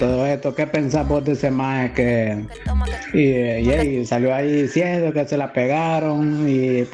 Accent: Nicaragua

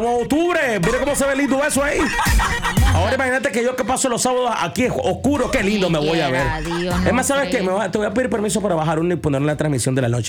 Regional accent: Managua, Nicaragua; Soy acá de Managua.

